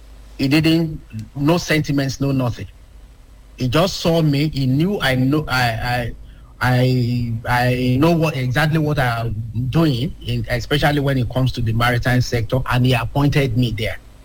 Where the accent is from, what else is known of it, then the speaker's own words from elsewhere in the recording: Osun, Nigeria; I'm from Ilorogun